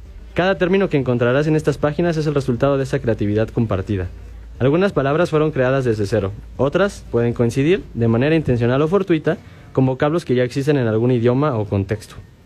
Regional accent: State of Mexico, Mexico; now in Pachuca, Mexico; Bueno, soy originario del Estado de México, pero radico en Pachuca.

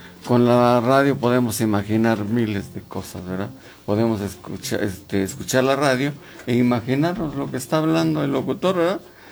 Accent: Hidalgo, Mexico; somos hidalguenses, somos del mismo estado, somos mexicanos

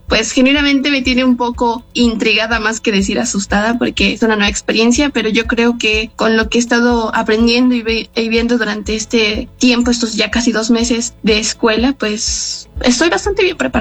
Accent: Mexico; now in Germany; Creo que como mexicanos tenemos muchas cosas distintas, sobre todo a la cultura alemana.

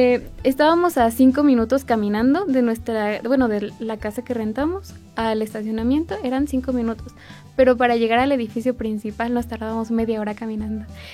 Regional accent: Mexico; Y como mexicano se nos salió un poquito el decir, sí nos la podemos saltar.

